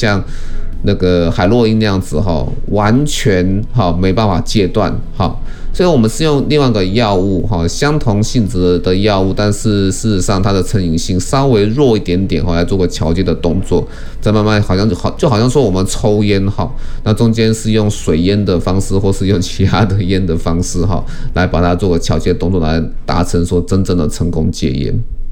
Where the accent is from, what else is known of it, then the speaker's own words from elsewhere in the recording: Taiwan; 但是他是我们台湾人拍的